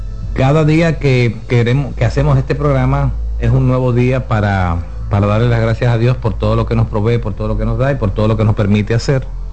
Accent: Dominican Republic; para todos nosotros como dominicanos

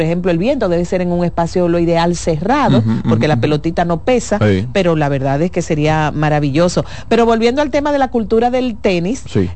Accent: Dominican Republic; Yo sé de pelota como cualquier dominicano

